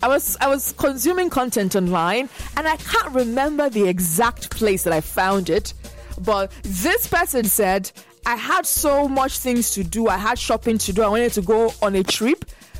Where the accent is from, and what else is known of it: Nigeria